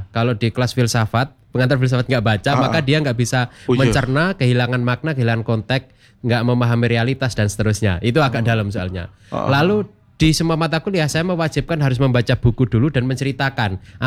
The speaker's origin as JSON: {"language": "Indonesian", "town": "Pacitan", "region": "East Java", "country": "Indonesia", "tie": "born or raised there", "moved": "yes", "said": "Karena saya orang Pacitan"}